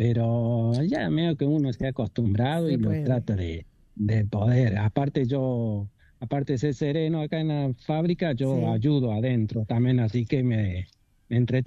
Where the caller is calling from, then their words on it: Justo Daract, San Luis, Argentina; soy puntano de acá.